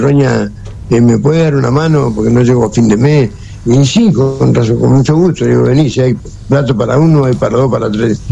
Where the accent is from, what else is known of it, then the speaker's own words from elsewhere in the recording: Argentina; yo soy argentino.